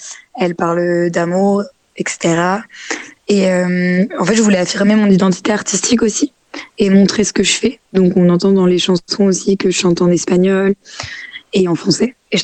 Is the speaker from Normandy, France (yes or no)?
yes; Flers, Normandy, France; now in Paris, France; Alors, la Normandie, donc je viens de Normandie, je viens plus exactement de Flers, donc dans l'Orne. Et je suis partie à Paris pour me rapprocher de l'écosystème musical.